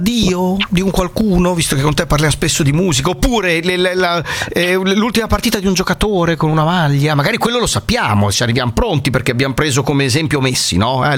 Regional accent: Bologna, Emilia-Romagna, Italy; io sono un bolognese che conosce tutta Bologna

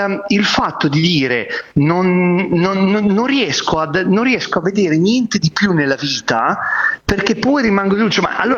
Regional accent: Emilia-Romagna, Italy; io sono da emiliano, posso dirlo, molto emiliana

